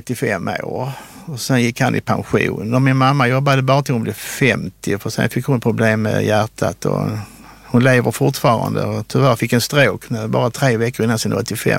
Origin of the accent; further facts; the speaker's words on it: Lund, Skåne, Sweden; born there; also born or lived in Denmark; Jag är född i Lund, men har danska föräldrar, så vi har ju bott i Danmark också lite grann. Så bara turen till Danmark ett tag och sen kommer tillbaka igen till Sverige.